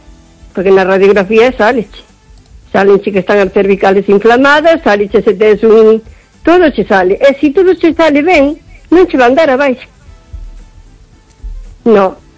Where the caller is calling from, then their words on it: O Carballiño, Galicia, Spain; de Carballiño.